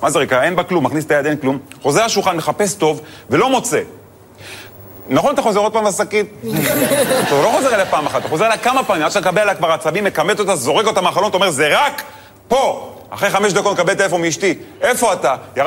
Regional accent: Netanya, Central District, Israel; האמת, אני גדלתי בנתניה. לא יצא לי, בחיים לא היה לי שליח בבית, כי אמא טריפוליטאית, היא מכינה הכל.

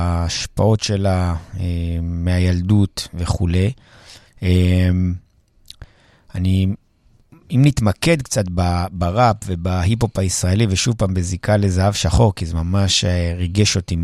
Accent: Jerusalem, Jerusalem District, Israel; אז קודם כל אנחנו מירושלים

